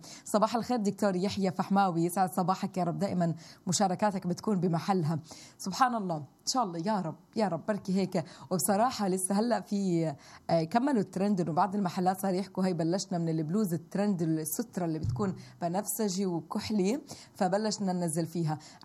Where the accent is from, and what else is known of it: Palestine